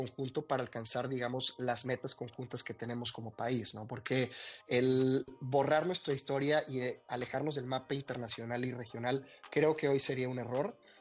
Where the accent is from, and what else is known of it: Mexico